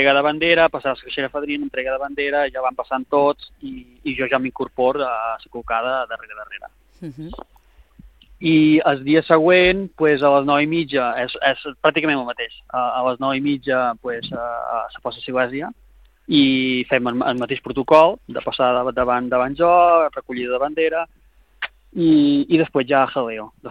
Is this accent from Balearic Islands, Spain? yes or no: yes; Mahón, Balearic Islands, Spain; Jo som de Mahón, però tinc un vincle bastant important en Cal Emporter, perquè tinc una casa de fa 25 anys aquí